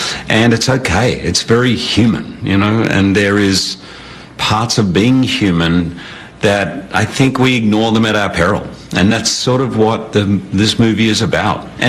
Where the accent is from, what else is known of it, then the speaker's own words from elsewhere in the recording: Australia; I mean, I grew up in Australia, so we would go to the cricket for 5 days in a row and sit there for 8 hours.